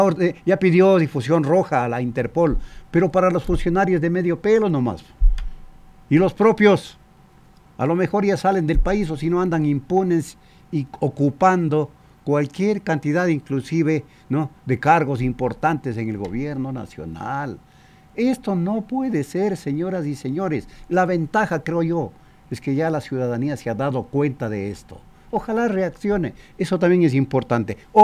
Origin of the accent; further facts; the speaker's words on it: Ecuador; somos los ecuatorianos